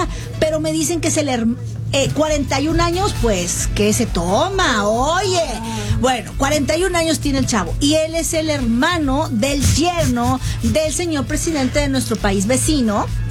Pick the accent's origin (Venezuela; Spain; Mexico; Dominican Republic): Mexico; le vamos a Checo porque somos mexicanos.